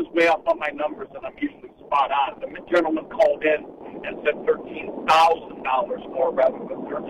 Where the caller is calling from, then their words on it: Cleveland, Ohio, United States; I was from Cleveland.